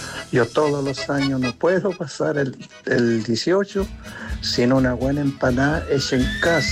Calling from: Melipilla, Santiago Metropolitan Region, Chile; de Melipilla.

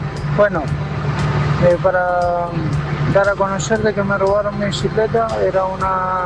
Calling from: Chillán, Ñuble, Chile; acá en Chillán. Yo soy de Chillán.

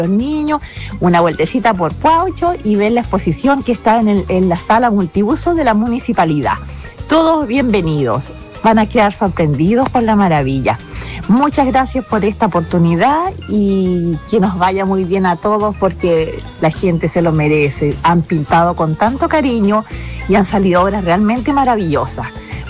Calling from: Pucatrihue, Los Lagos, Chile; yo soy de Pucatrigüe

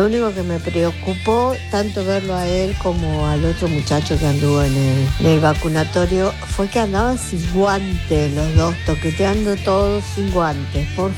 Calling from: Mar del Plata, Buenos Aires Province, Argentina; de Mar del Plata.

